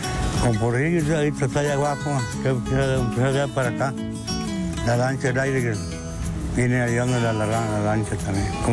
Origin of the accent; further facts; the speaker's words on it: Nayarit, Mexico; born there; now in Zacatecas, Mexico; yo me crié en Nayarit, allá. Allá me crié yo en Nayarit cuando estaba chavalillo. Me llevaron mis padres para allá, que tenía, pues fue en 1945, yo nací en 1945. Y él me llevó para allá en 57